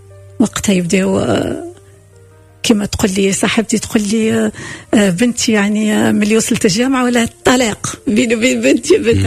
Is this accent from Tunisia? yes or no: yes; Tunisia; وقتها جيت من تصور جيت من تونس ومستشفيات أول مرة نشوف مستشفى هكيكا